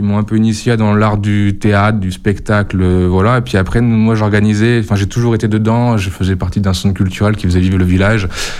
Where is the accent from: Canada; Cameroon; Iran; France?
France; Vienne, Nouvelle-Aquitaine; now in Dordogne, France; Non, je suis originaire de la Vienne, mais du coup, moi, je suis venu m'installer, du coup, en Dordogne.